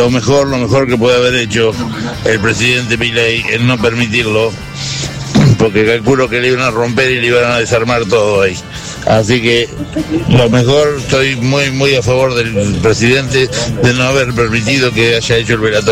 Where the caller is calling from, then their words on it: Bolívar, Buenos Aires Province, Argentina; de Bolívar.